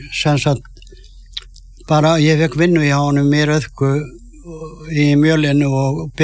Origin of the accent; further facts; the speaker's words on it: Siglufjörður, Northwestern Region, Iceland; Já, þetta byrjaði þannig að ég var á Siglufirði og bara ungu strákur